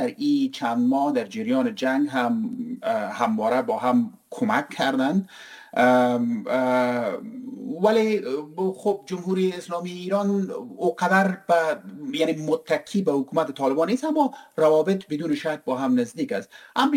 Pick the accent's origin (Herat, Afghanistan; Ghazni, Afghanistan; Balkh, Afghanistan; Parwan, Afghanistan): Herat, Afghanistan; ما اصالتا از هرات هستیم، من با فامیلا دوستا در هرات که صحبت میکنم